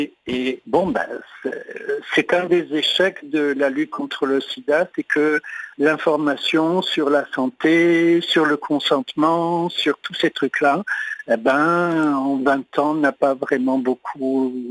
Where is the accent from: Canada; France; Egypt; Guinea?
France; Agen, Nouvelle-Aquitaine; Du sud-ouest, moi je suis d'Agen, lui de Toulouse.